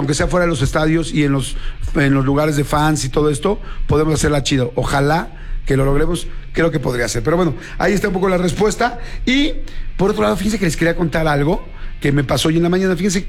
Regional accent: Mexico; los que somos tradicionales mexicanos

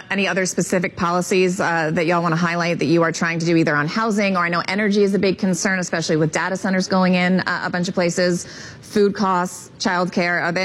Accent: Colorado, United States; now in New York, United States; I grew up in Colorado

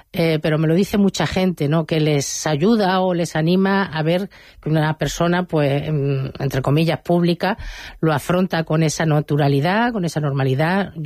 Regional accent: Guernica, Basque Country, Spain; born there; now in Linares, Spain; Y bueno, yo nací en Guernica, pues por azares de la vida, por la profesión de mi padre, ¿no?

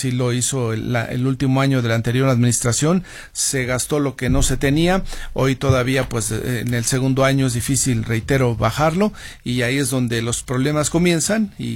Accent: Mexico; now in Madrid, Spain; Y le digo, no, soy mexicano, pero no, yo vengo a trabajar.

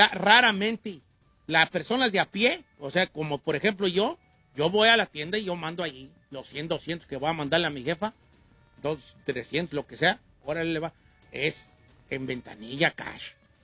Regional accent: La Sauceda, Michoacán, Mexico; now in United States; arriba soy mexicano, señores. Nacido y criado en la Sauceda, Michoacán. Bueno, no. Nacido en la Sauceda y fui criado en Estados Unidos.

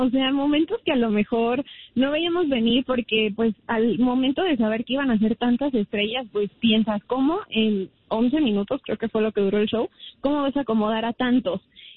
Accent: Mexico; como buena mexicana, no me aguanté.

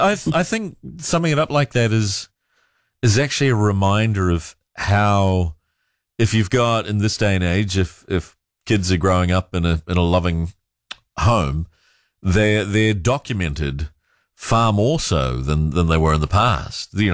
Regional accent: Malaysia; I'd never even heard of this notion when I was growing up in Malaysia

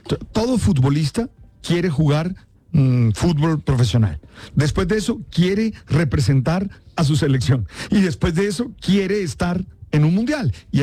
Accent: Colombia

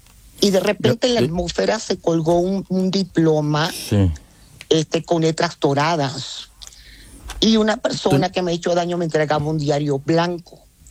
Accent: Venezuela; moved away; yo lloro como venezolana

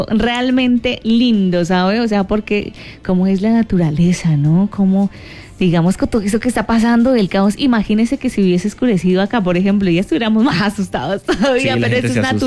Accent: Bolívar, Cauca, Colombia; moved away

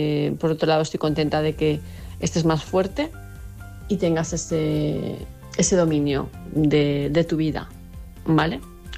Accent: Palma de Mallorca, Balearic Islands, Spain; de Palma de Mallorca

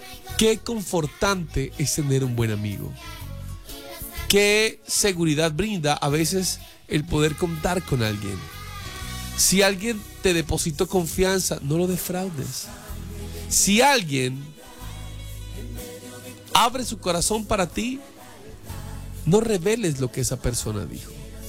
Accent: Valle del Cauca, Colombia; Me interpretaron mal porque yo soy del Valle y en el Valle hablamos así, y en el Tolima hablan diferente

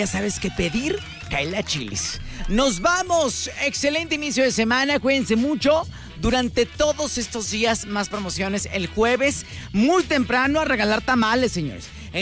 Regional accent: Mexico; como buenos mexicanos también estamos buscando el mejor pretexto para pasarla lindo

